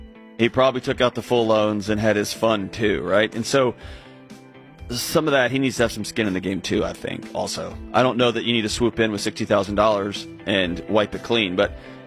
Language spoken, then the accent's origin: English; Houston, Texas, United States; growing up in Houston, Texas, where it's 1,000 degrees, when I was a kid playing soccer, like 6-7 year old